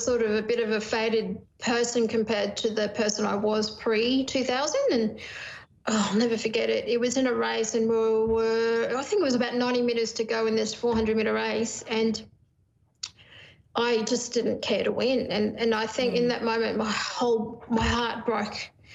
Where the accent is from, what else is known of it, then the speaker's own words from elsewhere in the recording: Queensland, Australia; also born or lived in Brisbane; But certainly as a little girl growing up in Queensland and then spending some of my teenage years in Brisbane